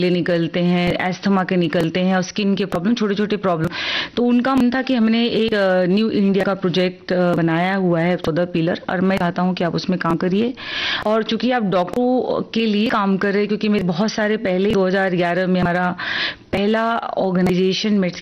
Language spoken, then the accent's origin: Hindi; Uttar Pradesh, India; क्योंकि हम उत्तर प्रदेश से हैं, राजस्थान हुआ या हरियाणा हुआ